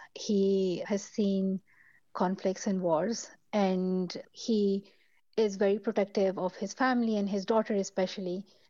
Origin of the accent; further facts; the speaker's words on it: Pakistan; The gunman who shot me were told that I was not belonging to Islam or to their culture, that I was somebody alien to them.